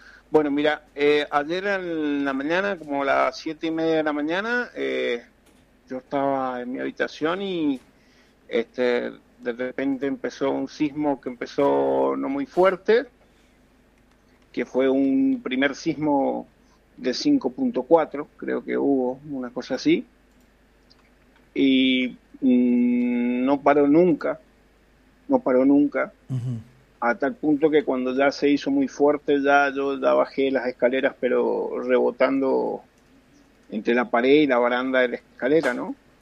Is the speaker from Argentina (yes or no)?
yes; Mendoza, Argentina; now in Cali, Colombia; Sí tengo experiencia sísmica, soy de Mendoza, ¿no? Y he padecido los terremotos en su momento de Caucete, el del año 85, el 26 de enero